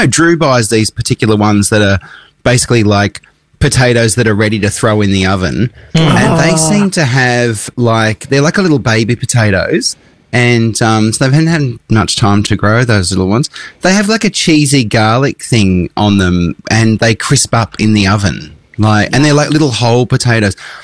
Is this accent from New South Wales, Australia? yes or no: yes; Sydney, New South Wales, Australia; growing up in Western Sydney, they were called potato scallops.